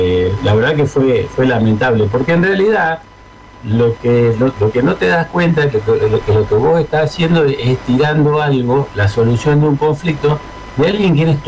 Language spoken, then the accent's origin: Spanish; Argentina; nosotros como argentinos